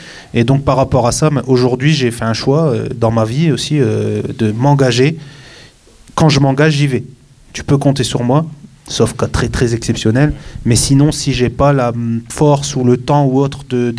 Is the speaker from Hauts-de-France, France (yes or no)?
yes; Arras, Hauts-de-France, France; moi je suis d'Arras, donc... plus petite ville, etc., mais avec des choses aussi à faire et des endroits à être engagés